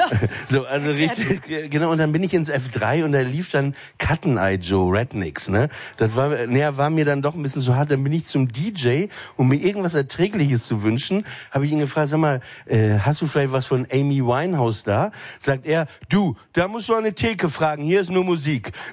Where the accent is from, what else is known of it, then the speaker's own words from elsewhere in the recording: Papenburg, Lower Saxony, Germany; Ich komme aus Papenburg im Emsland, ne, da ist das eh, da benutzt man auch nicht so viele Worte